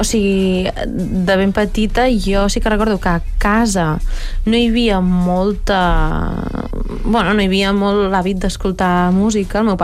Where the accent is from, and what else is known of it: Valls, Catalonia, Spain; born or raised there